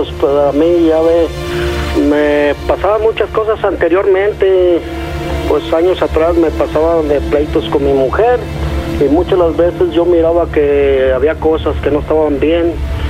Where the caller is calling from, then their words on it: Tequila, Jalisco, Mexico; Le hablo de Tequila, Jalisco.